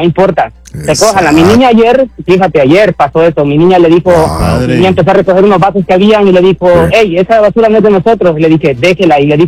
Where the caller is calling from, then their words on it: Honduras; soy de Honduras